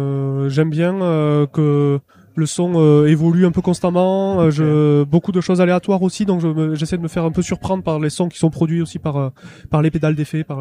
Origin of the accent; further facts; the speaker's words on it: Occitanie, France; je viens des Hautes-Pyrénées donc j'ai eu des cours de gascon. Quand j'étais au collège, mais il m'en reste à peu près rien.